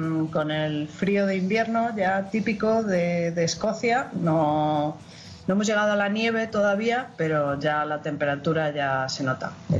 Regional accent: Getafe, Community of Madrid, Spain; moved away as an adult; also born or lived in London; now in Scotland, United Kingdom; Yo soy originaria de Madrid, crecí en Getafe, y en el año 96 decido que ya he tenido bastante de España

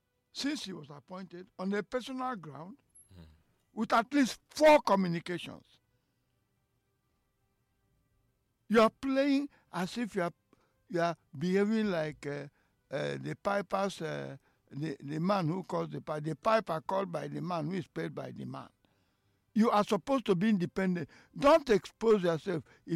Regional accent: Nigeria; I'm a Nigerian and I want to be a Nigerian.

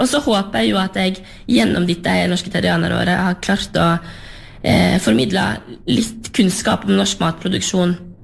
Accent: Vestland, Norway; som jeg kommer jo selv ifra Lerigard på Sørheim, og ser hva store ringvirkninger landbruket har i et lokalsamfunn, eller mange av de lokalsamfunnene som jeg har i Luster

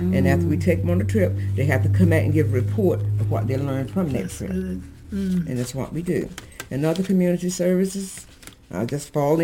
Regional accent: Garland, North Carolina, United States; I was born in Garland, North Carolina. I have been a member of Garland First Baptist Church all of my life.

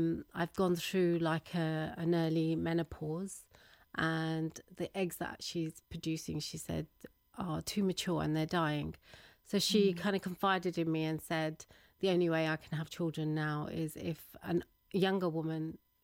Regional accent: India; Indian, aren't you? She sort of said to me. I said, yeah, I am.

